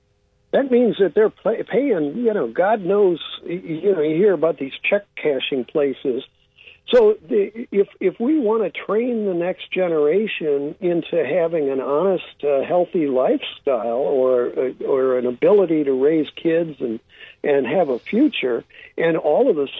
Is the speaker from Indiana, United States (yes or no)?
no; California, United States; I'm the guy from California